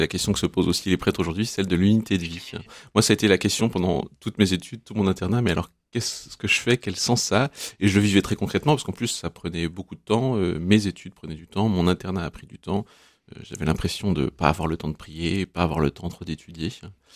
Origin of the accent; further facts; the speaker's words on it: Besançon, Bourgogne-Franche-Comté, France; born there; moved away as an adult; now in Lille, France; Et non, je ne suis pas lillois. J'ai 33 ans, je suis né à Besançon, dans l'Est de la France. Et je suis arrivé à Lille en 2016 pour mes études de médecine, pour mon internat.